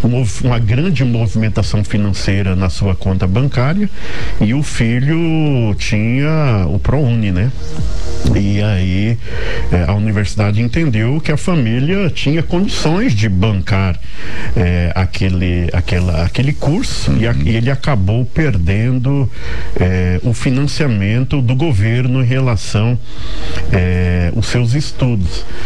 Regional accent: Mato Grosso, Brazil; now in Campo Grande, Brazil; sou mato-grossense

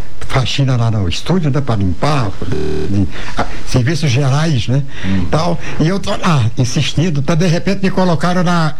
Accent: Northeast Region, Brazil; accent: nordestino (Northeastern); Tinha um sotaque bem nordestino, porque sou nordestino, né? Com muita honra, sou nordestino.

